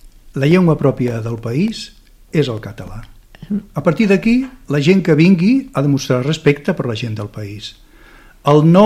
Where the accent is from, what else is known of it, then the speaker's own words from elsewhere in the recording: Catalonia, Spain; nosaltres, com a catalans, com a fet diferencial, desapareguem.